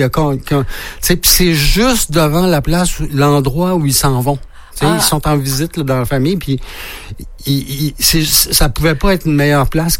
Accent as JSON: {"language": "French", "region": "Quebec", "country": "Canada", "said": "ça nous dépayse un peu là en tant que Gaspésien."}